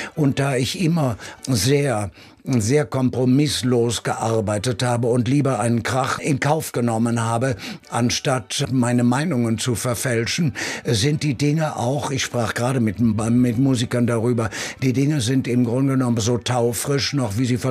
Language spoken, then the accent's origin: German; Rhineland, Germany; also born or lived in Cologne; als Rheinländer wächst man einfach mit einer gewissen Leichtigkeit des Seins auf. Das gehört sozusagen dazu. Und ich komme zwar nicht aus Köln und so weiter, aber meine ureigentliche Prägung hat dann doch in Köln ihren Lauf genommen, als ich mit 18 nach dem Abitur dorthin gegangen